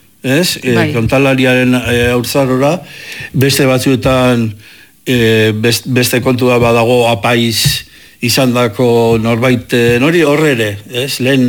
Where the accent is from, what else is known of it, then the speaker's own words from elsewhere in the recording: Legazpi, Basque Country, Spain; born there; ni jaio nintzen herria bezala, Leazpi bezala, alde hortatik